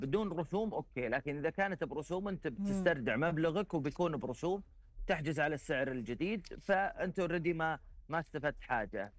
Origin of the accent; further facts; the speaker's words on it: Saudi Arabia; مش عندنا في السعودية.